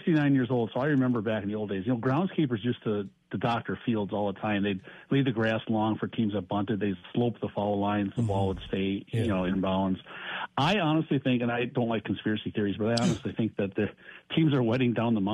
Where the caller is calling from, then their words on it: Chippewa Falls, Wisconsin, United States; from Chippewa Falls.